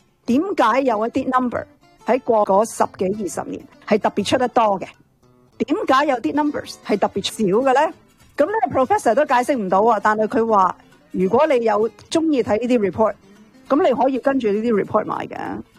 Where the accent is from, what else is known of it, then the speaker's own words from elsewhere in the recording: Canada; 我哋加拿大人